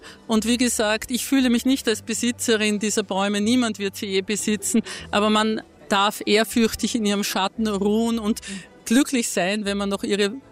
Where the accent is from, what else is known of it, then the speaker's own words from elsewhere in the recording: Vienna, Austria; moved away; Ich bin ein Wiener Stadtkind.